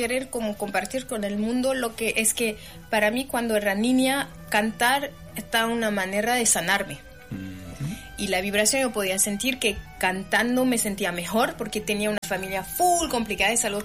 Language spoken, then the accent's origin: Spanish; Algeria; Y es diferente porque en Argelia somos africanos, no somos árabes.